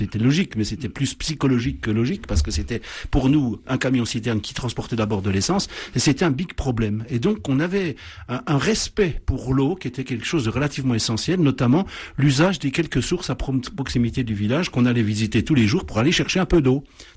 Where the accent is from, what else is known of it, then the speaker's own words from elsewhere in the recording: France; Moi, quand j'étais môme, à Renier, dans mon village natal